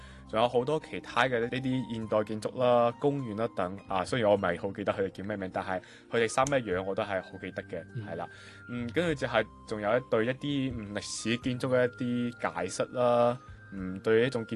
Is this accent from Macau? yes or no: yes; Macau; moved away as an adult; now in Guangzhou, China; Hello 啊，各位，